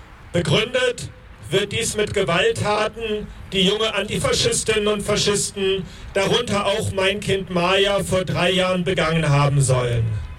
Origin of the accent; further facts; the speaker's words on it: Germany; Ich schäme mich als Deutscher dafür